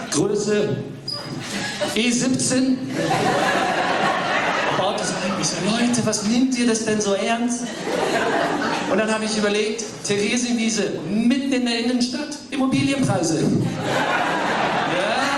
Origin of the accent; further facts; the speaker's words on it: Wales, United Kingdom; Ich komme aus Wales. Bei uns ist es einfach immer furchtbar.